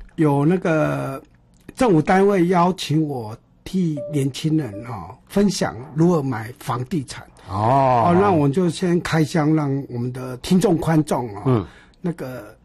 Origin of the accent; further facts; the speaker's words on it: Yilan County, Taiwan; 我是宜兰人